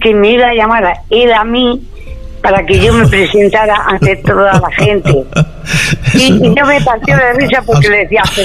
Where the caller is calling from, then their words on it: Murcia, Region of Murcia, Spain; Pues hablan con … soy de Murcia.